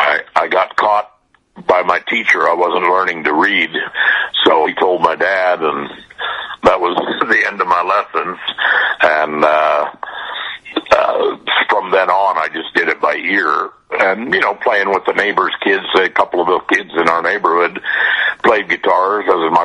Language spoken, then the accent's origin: English; Vancouver, British Columbia, Canada; moved away as an adult; also born or lived in Los Angeles / Nashville / Austin, Texas; And then I moved from Canada, where I'm from originally, from Vancouver, Canada. I moved to Los Angeles and started playing full-time there as well right away